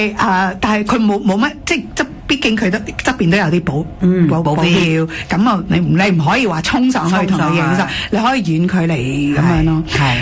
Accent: Hong Kong; 原来我喺香港出世，喺香港 grow up，

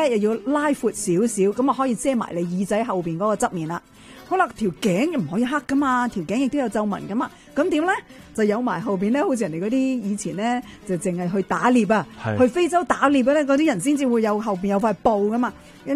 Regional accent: Canada; 我哋加拿大人

